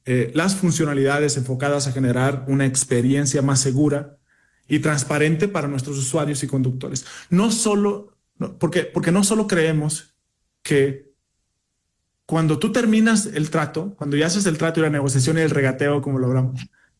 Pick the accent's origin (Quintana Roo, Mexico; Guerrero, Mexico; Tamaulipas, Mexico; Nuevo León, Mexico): Tamaulipas, Mexico; Matamoros; moved away; Yo soy de Matamoros.